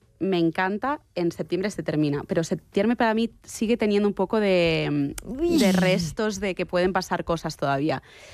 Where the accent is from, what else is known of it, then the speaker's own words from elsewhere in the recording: Barcelona, Catalonia, Spain; yo es que soy de Barcelona, entonces yo la cosa del mar, de estar morenita